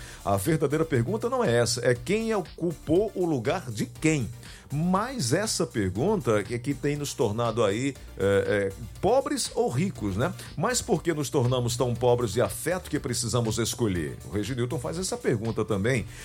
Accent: Maracanaú, Ceará, Brazil; Sou de Maracanaú, um abraço aqui para todos nós de Maracanaú, sentados te assistindo.

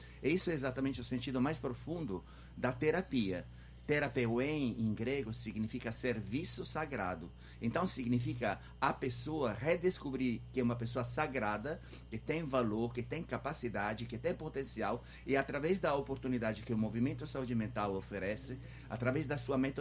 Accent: Milan, Lombardy, Italy; Portuguese is a second language; now in Brazil

